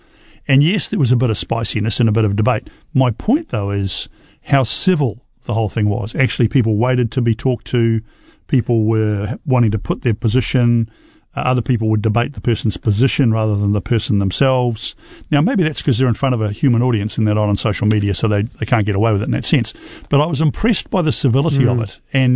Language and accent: English; New Zealand; as a New Zealander, I thought, gee, I'm still living in a great country